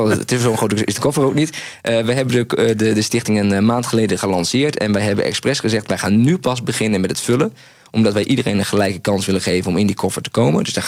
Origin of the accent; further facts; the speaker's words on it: Groningen, Netherlands; Ze vonden mij juist heel direct als Groninger.